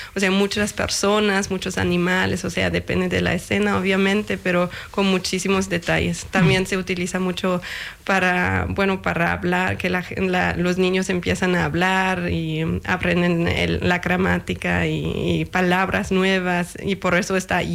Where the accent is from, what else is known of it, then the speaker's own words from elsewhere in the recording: Ulm, Baden-Württemberg, Germany; Spanish is a second language; now in Laupheim, Germany; Pues soy de Alemania, soy alemana. Aquí en Ulm crecí, vivía casi toda mi vida.